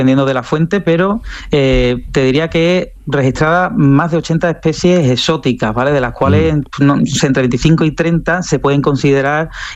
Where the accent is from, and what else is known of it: Sanlúcar de Barrameda, Andalusia, Spain